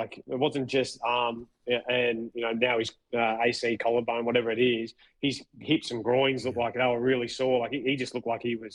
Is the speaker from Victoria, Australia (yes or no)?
yes; Victoria, Australia; I'm from Victoria and it's Castlemaine. It's not Castlemaine. This is what I grew up speaking, mate.